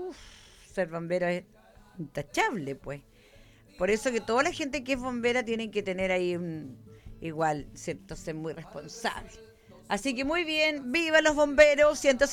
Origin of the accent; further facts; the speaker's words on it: Melinka, Aysén, Chile; born there; Yo me siento orgullosa de ser de Melincana, de haber nacido aquí, de vivir en esta hermosura que tenemos.